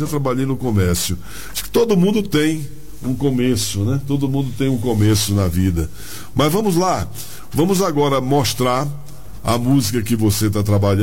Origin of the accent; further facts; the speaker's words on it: Northeast Region, Brazil; eu, como bom nordestino